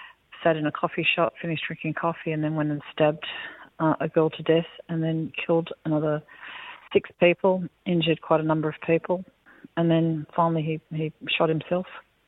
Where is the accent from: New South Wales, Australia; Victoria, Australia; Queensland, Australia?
New South Wales, Australia; Sydney; I grew up in Stratfield.